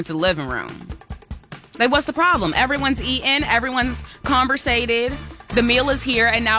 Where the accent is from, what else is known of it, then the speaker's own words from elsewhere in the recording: Detroit, Michigan, United States; I'm born and raised in Detroit.